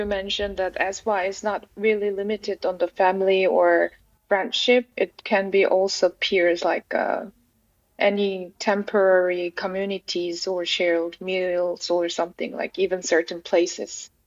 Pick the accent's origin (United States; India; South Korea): South Korea; English is a second language; moved away; also born or lived in Germany; I'm originally from South Korea, and I spent around 12 years living in Germany, and I also studied in Borg in Halle.